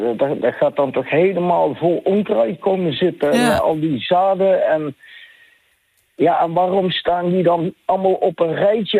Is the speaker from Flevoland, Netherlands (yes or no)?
no; Beekendonk, North Brabant, Netherlands; Ik kom zelf uit Beekendonk, trouwens.